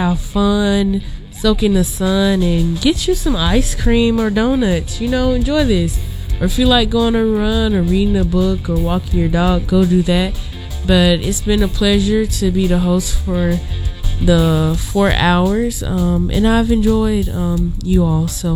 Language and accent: English; Alabama, United States; also born or lived in New York / Virginia; now in Texas, United States; And of course, I can't forget about my hometown state, Alabama.